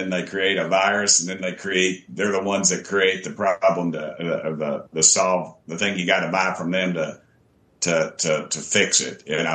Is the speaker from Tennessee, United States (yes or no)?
yes; Tennessee, United States; I come from Tennessee. We balance the budget in Tennessee.